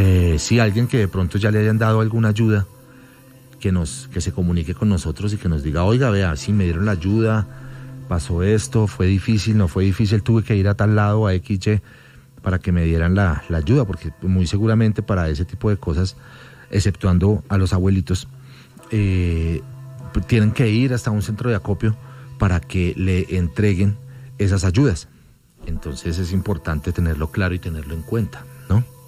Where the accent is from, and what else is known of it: Colombia